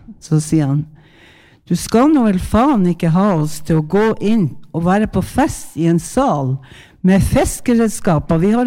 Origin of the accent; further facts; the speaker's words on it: Honningsvåg, Finnmark, Norway; Jeg er fra Honningsvåg for dem av dere som ikke vet det. De som kjenner meg vet hvor jeg er fra. Og jeg liker å si at jeg er fra Honningsvåg. Og jeg liker å si at jeg er fra Finnmark. Og jeg liker å si at jeg kjenner kystkulturen.